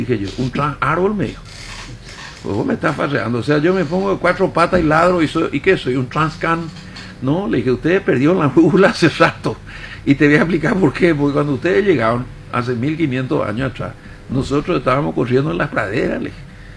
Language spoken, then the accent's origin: Spanish; Paraguay; yo vengo de Paraguay